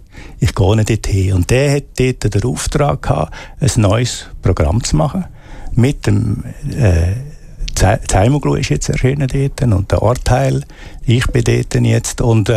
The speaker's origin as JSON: {"language": "German", "region": "Aargau", "country": "Switzerland", "said": "im Kanton Aargau, wo ich bin ein Aargauer"}